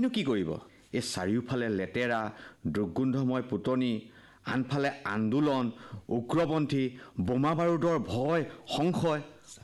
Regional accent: Gaurisagar, Assam, India; মোৰ ঘৰ গৌৰীসাগৰত। অৱশ্যে ইয়াতেই ষ্টেল এতিয়া

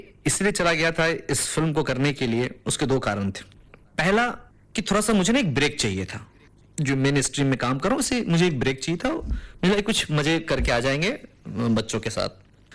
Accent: Bihar, India; first language Bajjika; Hindi is a second language; बज्जिका मेरी मातृभाषा है, मेरी दादी, मेरे दादा, मेरे घर में आज भी जब अगर आपके सामने मेरा फोन आ जाए तो मैं अपनी माता जी से, पिताजी से बज्जिका में ही बात करूंगा।

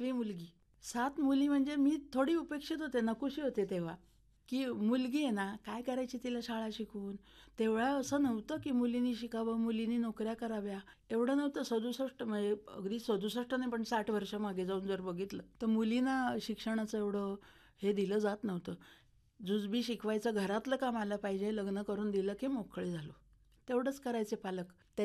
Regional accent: Devgad, Maharashtra, India; moved away; जसं माझं देवगड माहेर आहे तसं आकाशवाणी रत्नागिरी माझं माहेर आहे.

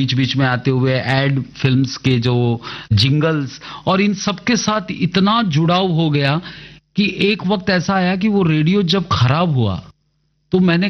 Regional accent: Ahmedabad, Gujarat, India; वो हमारे अहमदाबाद में ही, अहमदाबाद

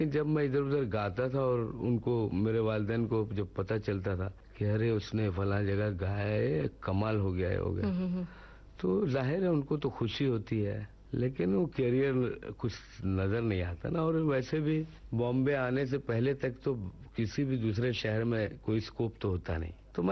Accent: Kolkata, West Bengal, India; मैं कलकत्ते का ही हूँ, वहीं पैदा हुआ, पला बढ़ा और बड़ा ही मजहबी किस्म का खानदान है हमारा, रिलीजियस टाइप, सादा लोग बिल्कुल

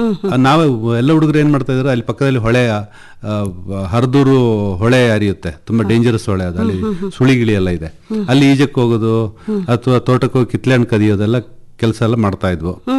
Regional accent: Kodagu, Karnataka, India; also born or lived in Suntikoppa / Koyanadu / Sampaje / Madapura; ಹಾಗಾಗಿ ಅಷ್ಟು ಭಾಷೆಗಳನ್ನ ಕಲೀಲಿಕ್ಕೆ ಸಾಧ್ಯ ಆಗಿದ್ದು ನಾನು ಕೊಡಗಿನಲ್ಲಿ ಹುಟ್ಟಿದ್ರಿಂದ ಮಾತ್ರ. ಬೇರೆ ಯಾವ್ದಾದ್ರು ಕಡೆ ಹುಟ್ಟಿದ್ರೆ ಬರೀ ಒಂದೆರಡು ಲ್ಯಾಂಗ್ವೇಜ್ ಮಾತ್ರ, ಅಷ್ಟು ಭಾಷೆಗಳಲ್ಲಿ ನನಗೆ ಚೆನ್ನಾಗಿ ಅರ್ಥನೂ ಆಗುತ್ತೆ, ಮಾತಾಡ್ಲಿಕ್ಕೂ ಬರುತ್ತೆ.

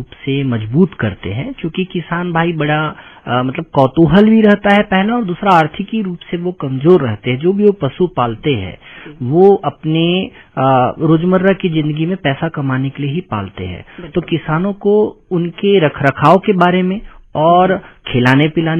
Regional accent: Bastar, Chhattisgarh, India; born there; मैं चूंकि यहीं बस्तर में जन्मा हुआ हूं

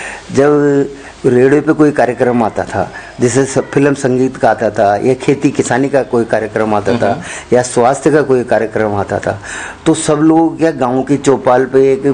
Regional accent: Bundi district, Rajasthan, India; born there; also born or lived in Kota; मेरा गांव था बूंदी जिले में, जहां तक मुझे याद है मैं बहुत छोटा था जब वहां था

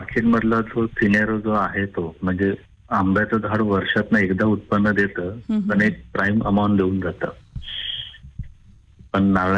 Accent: Mumbai, Maharashtra, India; मुळात मी मुंबईचाच आहे. 2011 मुंबईत करून गावाकडे आलेलो आहे.

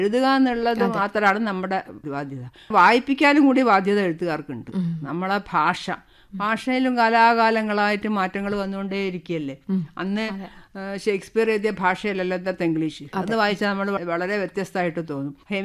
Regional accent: Thalassery, Kerala, India; ഞാൻ തലശ്ശേരി തിക്കോടിയൊക്കെയാണ് ജനിച്ചതും വളർന്നതെങ്കിൽ

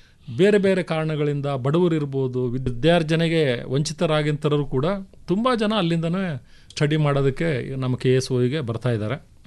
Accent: Bairapura, Karnataka, India; now in Mysore, India; ನಾನು ಕೂಡ ಒಂದು ಸಣ್ಣ ಹಳ್ಳಿಯಿಂದ ಬಂದಿರೋಂಥವನು. ಇವತ್ತಿಗೂ ಕೂಡ ನಮ್ಮೂರಲ್ಲಿ ಬರೀ 7ನೇ ತರಗತಿವರೆಗೆ ಮಾತ್ರ ಇದೆ. ಸೊ ಬೈರಾಪುರ ಅನ್ನೋ ಒಂದು ಚಿಕ್ಕ ಹಳ್ಳಿ, ಮೊಳಕಾಲ್ಮೂರು ತಾಲೂಕದು. ತುಂಬ ಚಿಕ್ಕ ಹಳ್ಳಿಯಿಂದ ಬಂದಿರೋದ್ರಿಂದ

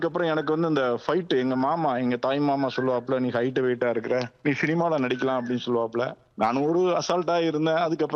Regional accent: Amalipuram, Tamil Nadu, India; என்னுடைய சொந்த மாவட்டம் தூத்துக்குடி. நான் திருச்செந்தூர், தூத்துக்குடி பக்கத்துல இருக்கிற திருச்செந்தூர், திருச்செந்தூர் பக்கத்துல இருக்கிற அமளிபுரம், அதாவது மீனவ கிராமம், இங்கதான் நான

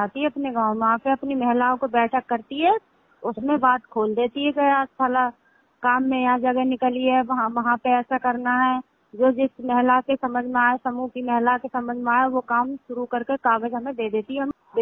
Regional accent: Rampur district, Uttar Pradesh, India; मैं ग्राम जादोपुर की रहने वाली हूँ, पोस्ट दमोरा, जिला रामपुर।

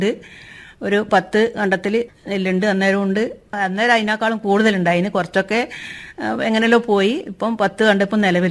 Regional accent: Kerala, India; now in Munderi, India; കുറ്റ്യാട്ടൂർ പഞ്ചായത്തിലെ മാനൂർ വില്ലേജിലാണ് എന്റെ സ്വന്തം വീട്.

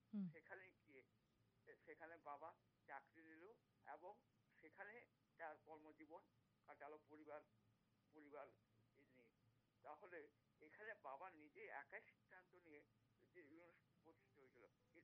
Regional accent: Rourkela, Odisha, India; born there; moved away as an adult; also born or lived in Krishnanagar; আমারও সেখানে লেখাপড়া সব কিছু, 26টা বছর আমি উড়িষ্যা লালকালায় ছিলাম, এখানে আসতাম, কিন্তু ওখানেই আমার সবকিছু।

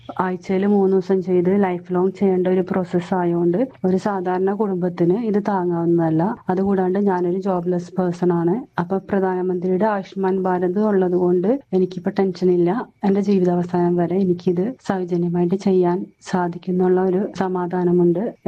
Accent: Thrikkakara, Kerala, India; ഞാൻ എറണാകുളം തൃക്കാക്കര സ്വദേശിനിയാണ്.

